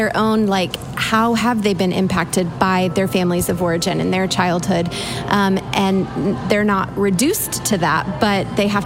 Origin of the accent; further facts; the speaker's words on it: Texas, United States; being born and raised in Texas